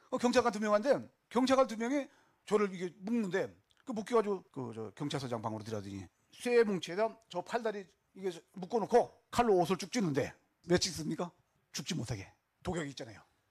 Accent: North Korea; now in South Korea; 해서 난 북한 놈 맞아. 그렇게 폭로해버렸어요.

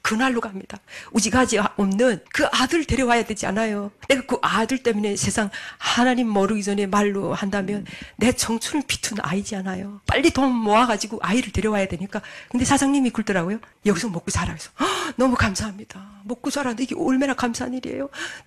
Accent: North Korea; moved away as an adult; now in South Korea

